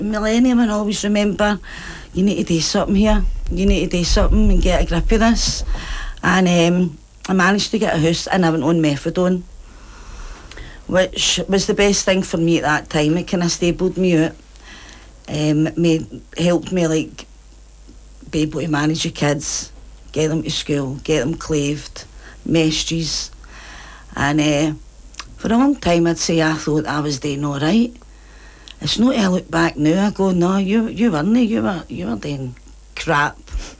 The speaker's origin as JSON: {"language": "English", "town": "Glasgow", "region": "Scotland", "country": "United Kingdom", "tie": "born or raised there", "said": "I'm from Easterhouse there, and I've been in addiction for 26 years."}